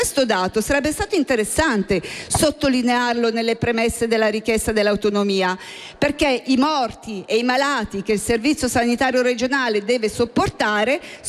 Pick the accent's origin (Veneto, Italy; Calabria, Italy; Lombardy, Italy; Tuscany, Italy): Lombardy, Italy; Io da Lombarda